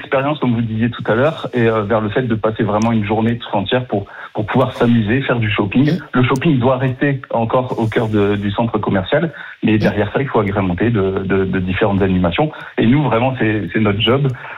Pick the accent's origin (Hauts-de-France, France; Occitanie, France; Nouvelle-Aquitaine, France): Hauts-de-France, France; Calais; born there; moi, je suis né à Calais, exactement.